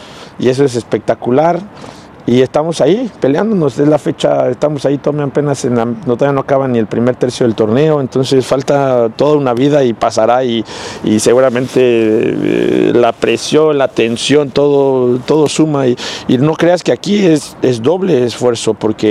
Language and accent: Spanish; Mexico; Pero como mexicano siempre da ilusión. Representé a mi país en un mundial.